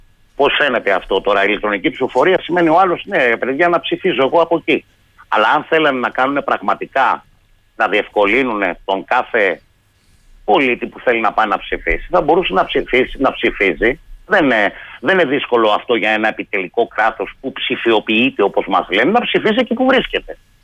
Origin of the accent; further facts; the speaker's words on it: Central Greece, Greece; moved away; also born or lived in Dafni-Ymittos, Athens; στο Δήμο Δάφνης Σιμητού, που ήμουνα επί 8 συναπτά έτη δημοτικός σύμβουλος, πριν πάω στην ιδιαίτερη πατρίδα μου την Εύβοια.